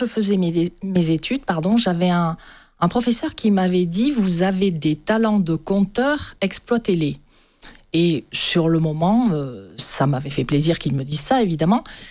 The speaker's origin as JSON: {"language": "French", "town": "Cannes", "region": "Provence-Alpes-Côte d'Azur", "country": "France", "tie": "born or raised there", "said": "je suis née à Cannes. J'ai toujours vécu sur la Côte d'Azur."}